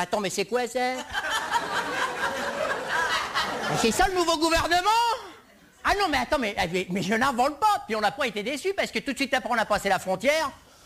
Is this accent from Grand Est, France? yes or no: yes; Grand Est, France; Et finit chez nous en Alsace.